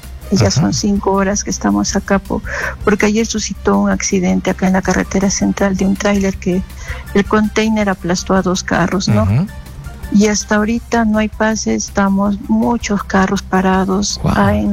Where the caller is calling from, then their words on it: Casapalca, Lima, Peru; de Casapalca.